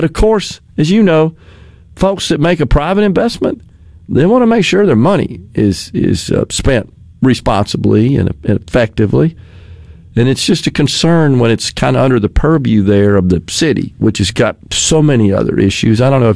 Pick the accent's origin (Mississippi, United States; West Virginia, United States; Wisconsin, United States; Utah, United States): Mississippi, United States; Jackson; growing up in West Jackson. Didn't live far from where the zoo is located in Jackson